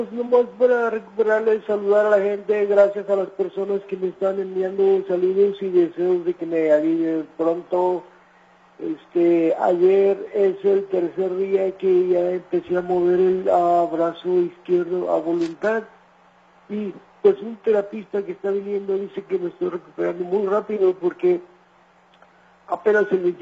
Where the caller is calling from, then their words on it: Mexico; Del mero, mero Ejido Colima.